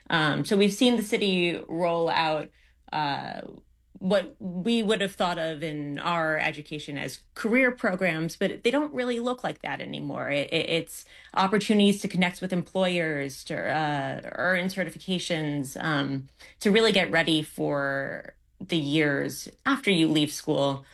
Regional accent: New York City, New York, United States; This is something, as just a New Yorker, I think we've heard from bright young students before

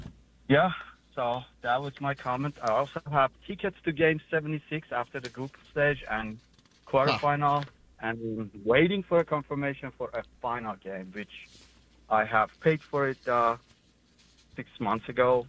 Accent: Iran; now in Westchester, United States; I'm originally from Iran

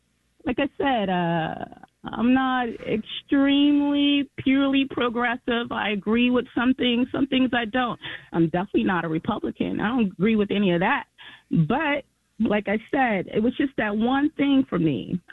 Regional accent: Detroit, Michigan, United States; I'm from Detroit. My family's from Detroit. We've been here for forever.

